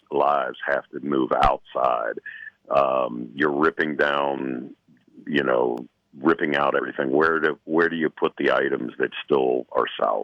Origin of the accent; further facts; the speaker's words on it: West Virginia, United States; this being my hometown